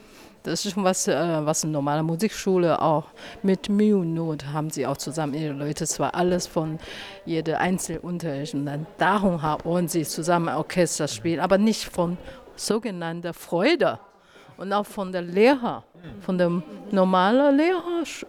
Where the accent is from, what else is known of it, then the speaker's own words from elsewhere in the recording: Taiwan; German is a second language; Das wird bestimmt nochmal aus China oder Taiwan. Persönlich komme ich aus Taiwan.